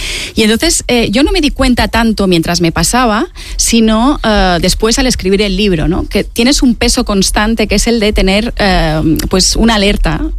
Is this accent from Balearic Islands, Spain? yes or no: yes; Balearic Islands, Spain; moved away as an adult; now in Barcelona, Spain; Es verdad que yo soy de Mallorca, Mallorca, pero yo dejé Mallorca con 18 años y llevo 30 años viviendo en Barcelona